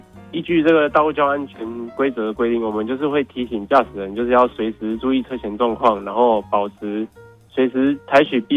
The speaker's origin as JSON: {"language": "Chinese", "region": "southern Taiwan", "country": "Taiwan", "said": "因为像我是南部人，"}